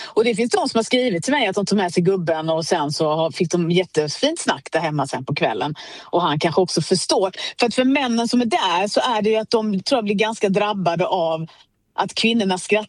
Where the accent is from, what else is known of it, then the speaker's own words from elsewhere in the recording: Skåne, Sweden; Ja, men jag är skåning.